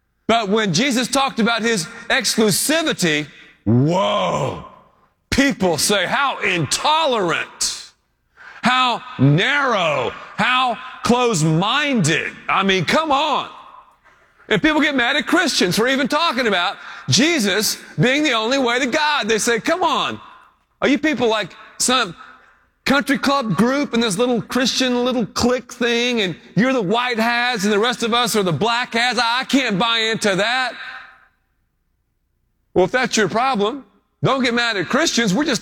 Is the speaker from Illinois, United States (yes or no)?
no; Texas, United States; No, we're from Texas.